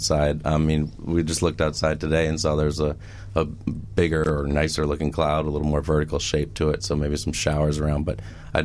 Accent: New England, United States; I'm from the Northeast, though, so.

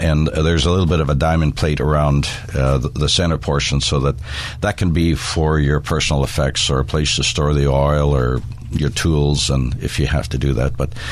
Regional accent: Edmonton, Alberta, Canada; I'm from Edmonton, and we're building there's essentially a brand new airport being built

